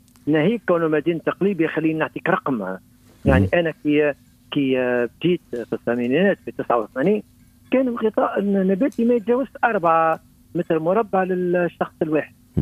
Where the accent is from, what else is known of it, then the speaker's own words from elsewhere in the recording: Tunisia; now in Kelibia, Tunisia; وقعت جابي في بلدي تونس اللي هي تبارك الله معناتها بلدة عاصمة وعندها برشا تاريخ في التشجير، وبالطبيعة يعني ما قعدت برشا في بلدة تونس، استقلت بلدة قليبيا عام 88 سبتمبر